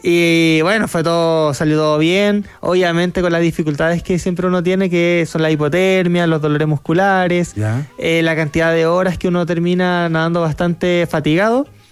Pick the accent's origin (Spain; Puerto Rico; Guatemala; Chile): Chile; Antofagasta; Soy de Antofagasta.